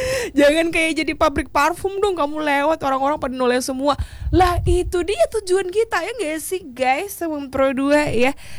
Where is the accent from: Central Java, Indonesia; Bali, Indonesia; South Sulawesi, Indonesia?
Bali, Indonesia; Kalau kita orang Bali